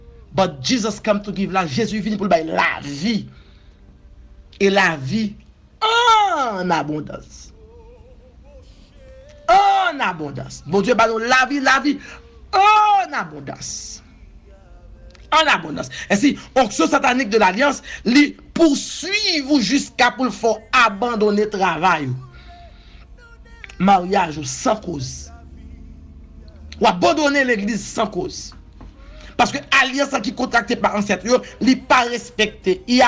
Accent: Haiti; Pas de problème, je suis haïtien

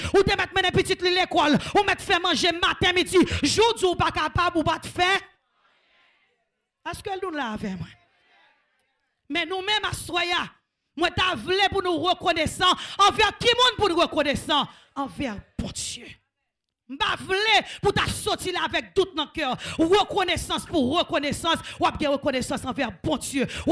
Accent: Haiti; Chez nous en Haïti

